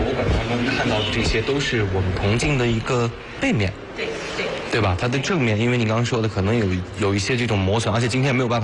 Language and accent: Chinese; Anhui, China; 我虽然我也是一个安徽人